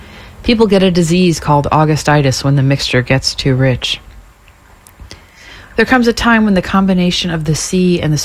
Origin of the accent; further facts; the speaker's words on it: Provincetown, Massachusetts, United States; now in Nantucket, United States; Growing up in Provincetown